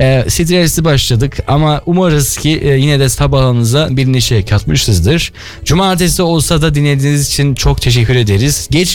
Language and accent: Turkish; Yozgat, Turkey; Ben neticede Türkiye'liyim ve Türkiye'yi de çok seviyorum.